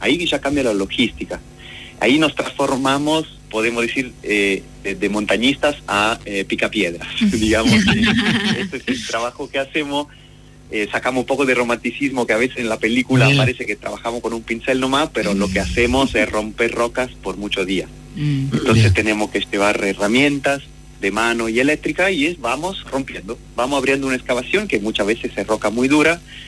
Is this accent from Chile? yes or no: no; Italy; moved away as an adult; now in Argentina; yo trabajé unos años, antes de mudarme acá en Argentina, trabajé bastante en Italia, de donde vengo, digamos, pero no había dinosaurio para mí, así que me mudé justamente acá para perfeccionarme